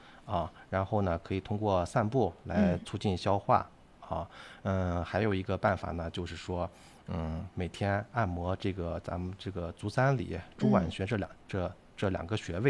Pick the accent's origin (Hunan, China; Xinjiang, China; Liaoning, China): Xinjiang, China; 咱们新疆人